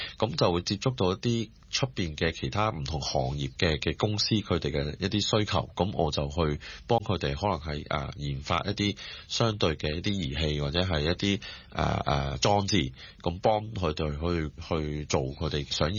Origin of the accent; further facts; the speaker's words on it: Hong Kong; 因為喺香港，譬如咁我喺香港，我喺香港長大啦，咁我最熟悉喺香港